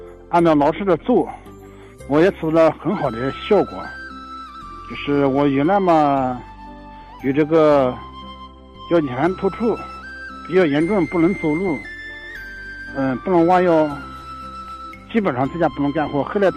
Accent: Nanjing, Jiangsu, China; ，今年56岁，

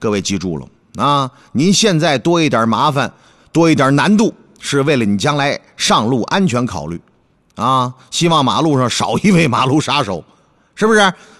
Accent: Northeast China, China; 我们东北话叫善说

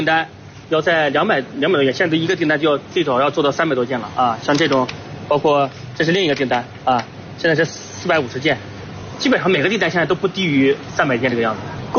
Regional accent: China; 就是我们中国人所产的这种机器人都能穿上中国的特色的这种服装

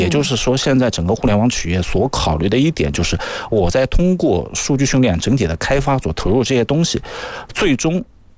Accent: China; 我们中国人

